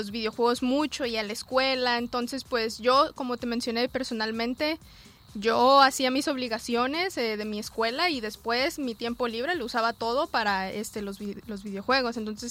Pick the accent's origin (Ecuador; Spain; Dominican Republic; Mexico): Mexico; Colima; born there; also born or lived in Argentina; actualmente tengo 21 años, yo nací aquí en Colima, orgullosa colimense.